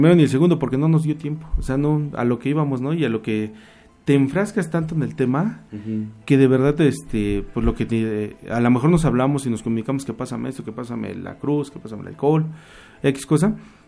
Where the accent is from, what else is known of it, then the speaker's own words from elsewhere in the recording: Apizaco, Tlaxcala, Mexico; nosotros somos de Apizaco.